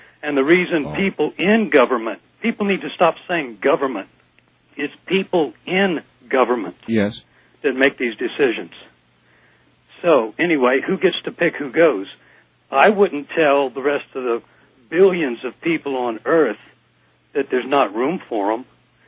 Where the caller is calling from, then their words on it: Texas, United States; from West Texas.